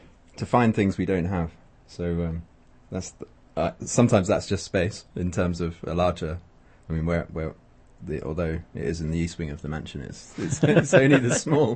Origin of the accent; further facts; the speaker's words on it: England, United Kingdom; I'm from England